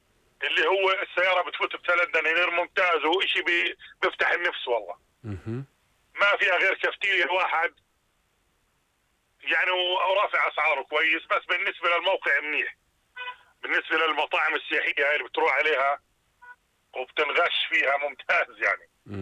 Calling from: Jordan; موجود عندنا في الاردن

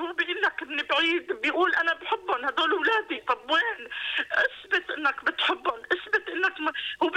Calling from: Irbid, Irbid Governorate, Jordan; أنا سكنت بأربد

